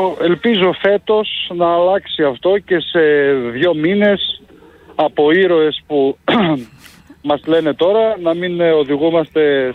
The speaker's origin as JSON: {"language": "Greek", "town": "Thessaloniki", "region": "Central Macedonia", "country": "Greece"}